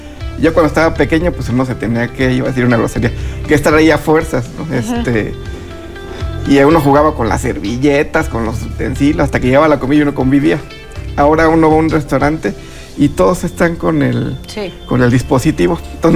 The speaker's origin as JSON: {"language": "Spanish", "town": "Pedro Escobedo", "region": "Querétaro", "country": "Mexico", "tie": "born or raised there", "said": "Yo soy del municipio de Pedro Escobedo."}